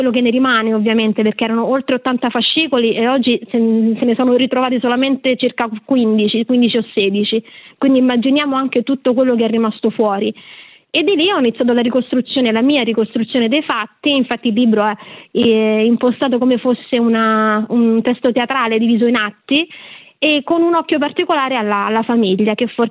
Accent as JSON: {"language": "Italian", "town": "Rome", "region": "Lazio", "country": "Italy", "said": "io sono di Roma"}